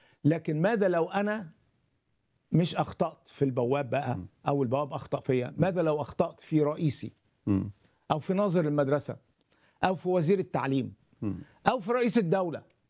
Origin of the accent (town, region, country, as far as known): Egypt